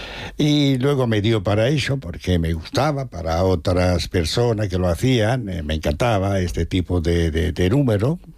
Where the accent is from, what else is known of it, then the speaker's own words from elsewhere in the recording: Massa Marittima, Tuscany, Italy; Yo soy de la Toscana, nativo, sí, de Massa Marítima, un pueblo al sur de la Toscana.